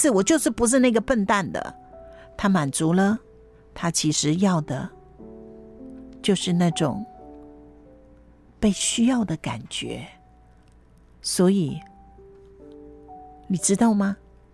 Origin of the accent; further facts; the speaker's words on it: Taiwan; 我们台湾人说挑工就是这样来的。